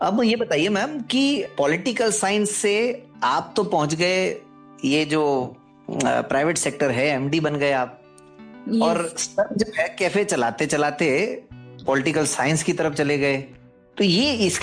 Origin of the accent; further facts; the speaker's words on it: Rajasthan, India; क्या बात है, गजब मैम, हम भी राजस्थान से।